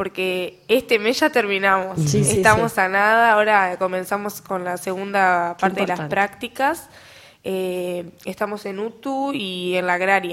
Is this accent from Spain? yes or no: no; Montevideo, Uruguay; moved away as an adult; now in Fray Bentos, Uruguay; soy de Montevideo.